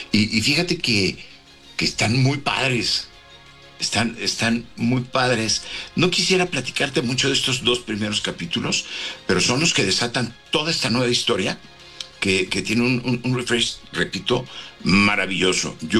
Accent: Mexico; lo aguerrido que somos los mexicanos

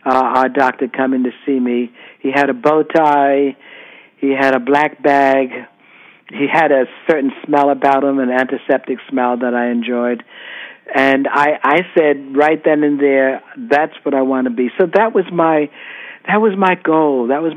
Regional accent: New York City, New York, United States; I wanted to be a doctor since I was 5 years old, growing up in Bed-Stuy.

